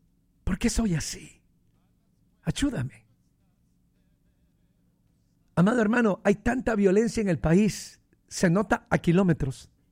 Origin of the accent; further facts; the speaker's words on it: Honduras; accent: Honduran; Es que yo soy catracho. Y los catrachos tenemos nuestras propias palabras. No te puedo venir a hablar ni como colombiano, ni como ecuatoriano, ni como boricua, porque soy hondureño. Y hablo como hondureño.